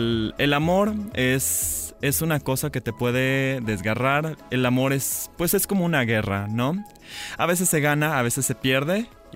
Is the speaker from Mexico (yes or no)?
yes; Poza Rica, Veracruz, Mexico; born there; now in Xalapa, Mexico; yo soy nacido en Poza Rica.